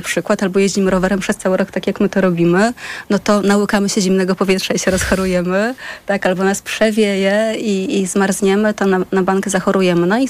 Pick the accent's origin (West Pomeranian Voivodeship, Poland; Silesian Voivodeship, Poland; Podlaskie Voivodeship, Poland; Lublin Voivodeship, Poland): Lublin Voivodeship, Poland; Janowiec; Wychowałam się na wsi, w Janowcu nad Wisłą, w takiej małej miejscowości na Lubelszczyźnie, naprzeciwko Kazimierza Dolnego.